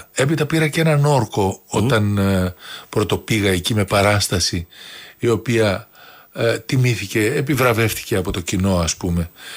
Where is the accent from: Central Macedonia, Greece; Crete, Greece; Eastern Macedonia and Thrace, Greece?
Central Macedonia, Greece; Thessaloniki; born there; Γεννήθηκα στη Θεσσαλονίκη, αλλά δεν είσαι καθόλου μικρός.